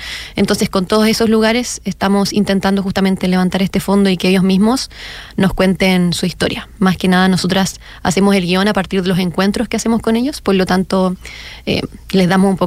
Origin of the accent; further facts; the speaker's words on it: Antofagasta, Chile; born there; tengo 24 años, nací en Antofagasta, pero luego me fui a estudiar a Santiago en la Universidad de Chile